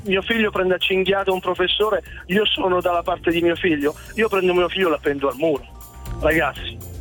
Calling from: Reggio Emilia, Emilia-Romagna, Italy; Io chiamo da Reggio Emilia, non molto lontano da Parma, siamo a due passi da lì.

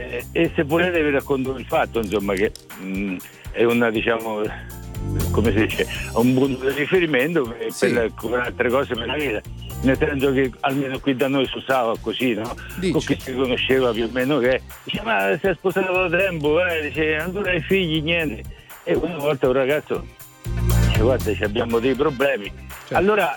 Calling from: Montefranco, Umbria, Italy; Io Montefranco, vicino Terni.

